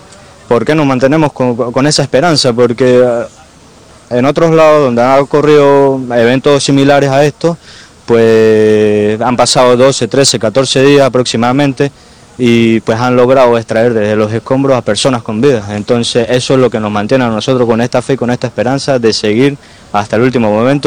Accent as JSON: {"language": "Spanish", "town": "Mérida", "region": "Yucatán", "country": "Mexico", "said": "vengo de Mérida, del grupo de rescate Enrique Burgoyne."}